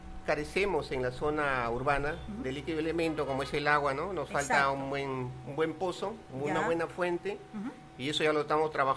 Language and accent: Spanish; Mochumí, Lambayeque, Peru; permítame saludar a todo mi pueblo de Mochumí.